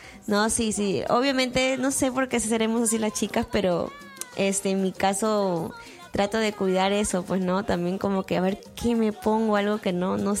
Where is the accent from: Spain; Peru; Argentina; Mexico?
Peru; Bueno, yo como buena norteña me sale rico el arroz